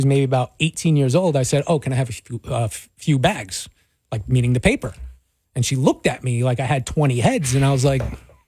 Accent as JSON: {"language": "English", "town": "New York City", "region": "New York", "country": "United States", "tie": "born or raised there", "also_born_or_lived": "Staten Island, New York", "moved": "as an adult", "lives_now": "New Jersey, United States", "said": "I grew up my whole life, Brooklyn, New York, Bensonhurst, Brooklyn."}